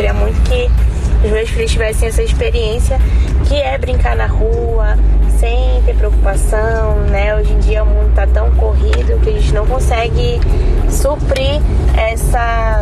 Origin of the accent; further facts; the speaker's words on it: Manaus, Amazonas, Brazil; eu sou de Manaus, sou a mãe do Caio.